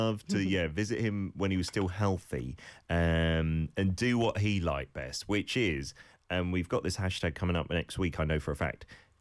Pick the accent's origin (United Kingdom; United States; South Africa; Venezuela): United Kingdom; I am from the UK, home of … are often compared to … so that's one qualification I have. I'm British